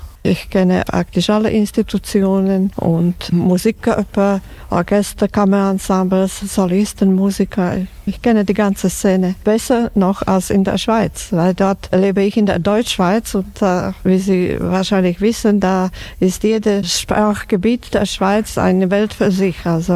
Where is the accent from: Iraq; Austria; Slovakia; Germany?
Slovakia; moved away as an adult; now in Switzerland; Das sind meine Wurzeln. Ich komme aus der Slowakei und ja, das kann ich nicht leugnen, will nicht leugnen. Dass ich bin hier aufgewachsen, meine jungen Jahre habe ich hier verbracht. Also ich ging erst in meinem Mittelalter in die Schweiz. Also hat mich, ich kann so sagen, die Slowakei viel mehr geprägt als die Schweiz